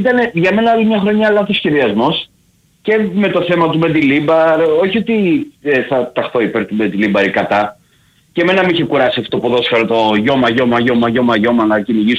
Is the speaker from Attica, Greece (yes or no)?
yes; Athens, Attica, Greece